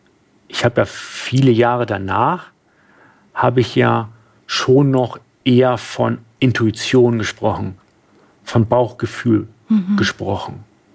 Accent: Hamburg, Germany; ich dann erstmal nach dem Everest nach Hamburg zurück bin, wo ich herkomme.

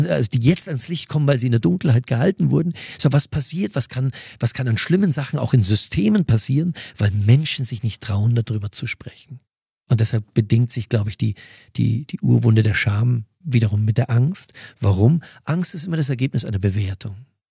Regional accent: Mühldorf am Inn, Bavaria, Germany; du hast ja katholische Wurzeln, ich habe evangelische Wurzeln und ich komme aus Mühldorf am Inn, da waren wir ganz, ganz in der Unterzahl

